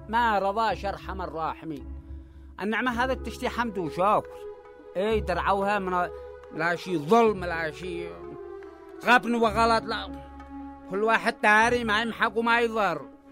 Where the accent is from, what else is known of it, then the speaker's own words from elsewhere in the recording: Yemen; عاد إحنا يمنية